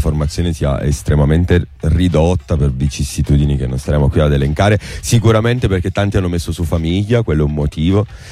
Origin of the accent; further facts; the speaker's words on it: Sicily, Italy; accent: Sicilian; il mio accento siciliano